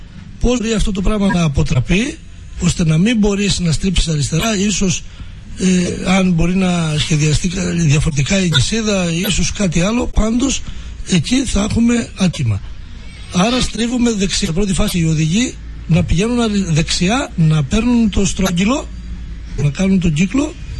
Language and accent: Greek; Nea Skopos, Central Macedonia, Greece; είμαι από το Νέο Σκοπό, μένω κιόλα στο καλοκαίρι γη, στο κεντρικό δρόμο, στο Νέο Σκοπό